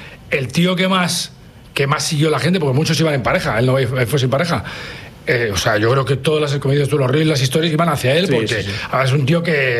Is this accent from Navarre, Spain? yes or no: yes; Pamplona, Navarre, Spain; Claro, yo soy navarro, soy de Pamplona